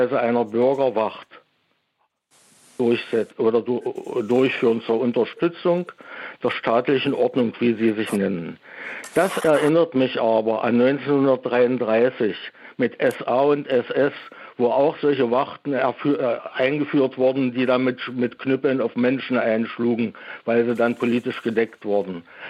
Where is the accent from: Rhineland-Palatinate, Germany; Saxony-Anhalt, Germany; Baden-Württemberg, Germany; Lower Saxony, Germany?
Saxony-Anhalt, Germany; now in Dresden, Germany; Ja, ich stamme übrigens aus Sachsen-Anhalt, lebe aber in Dresden jetzt.